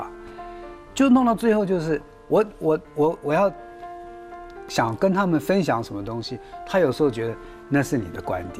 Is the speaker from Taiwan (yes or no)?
no; China; 如果论我们中国人讲说琴棋书画这四种技艺来讲